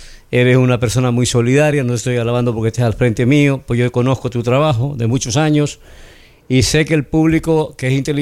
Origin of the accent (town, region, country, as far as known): Ecuador